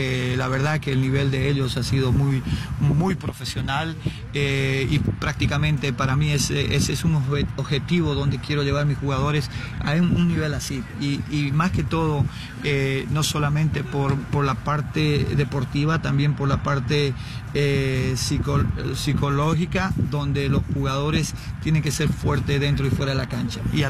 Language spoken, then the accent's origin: Spanish; Santa Cruz, Bolivia; Yo soy de Santa Cruz, Bolivia.